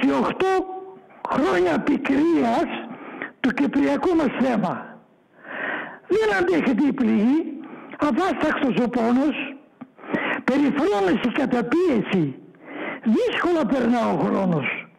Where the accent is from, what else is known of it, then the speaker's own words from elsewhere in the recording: Cyprus; moved away; Και σαν με διώξαν οι Τούρκοι από το νησί μου να φύγω από το σπίτι